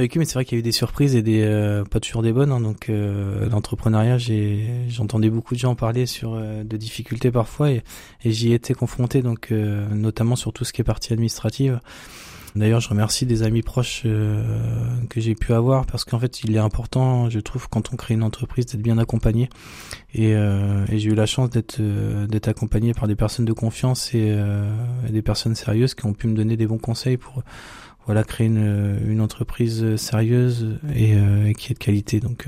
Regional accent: Argentan, Normandy, France; also born or lived in Caen; moi je suis issu d'Argentan, je suis un pur produit du terroir. Et je me suis exilé quelques années sur Caen

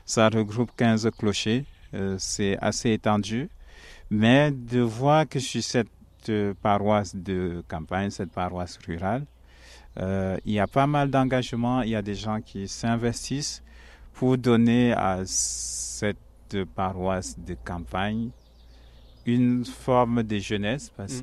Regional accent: Cameroon; now in France; Oui, je suis né au Cameroun, j'ai grandi au Cameroun.

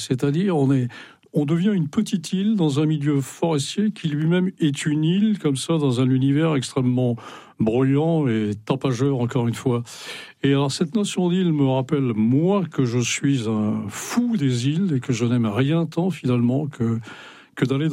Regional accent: Brittany, France; la Bérilduth, qui est le village de mon enfance dans le Finistère Nord.

